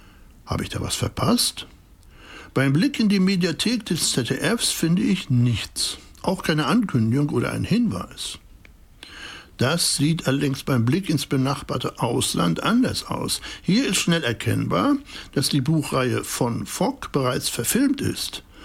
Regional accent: Germany; Da fühle ich mich als Deutscher schon etwas merkwürdig behandelt

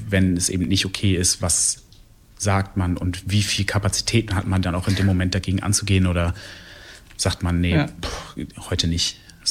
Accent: Göttingen, Lower Saxony, Germany; moved away as an adult; now in Bremen, Germany; Ich bin tatsächlich in Göttingen aufgewachsen.

